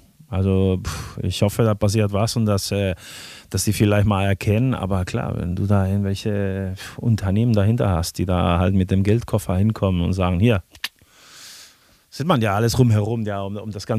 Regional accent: Spain; moved away as an adult; now in Berlin, Germany; ich komme aus Spanien

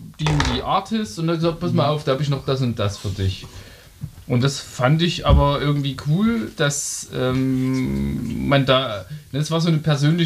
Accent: Plauen, Saxony, Germany; ich komme halt aus Plauen, da gab es keinen Plattenladen. Und dann mit 18 auf dem Land hat man natürlich immer ein Auto gehabt.

